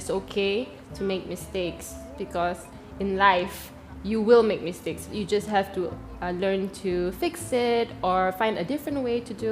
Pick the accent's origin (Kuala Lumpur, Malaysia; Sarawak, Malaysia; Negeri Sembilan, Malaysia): Kuala Lumpur, Malaysia